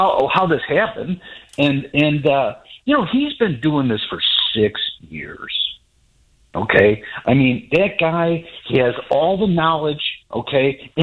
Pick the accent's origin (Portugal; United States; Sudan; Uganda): United States; Chicago, Illinois; I grew up in Chicago, Ken.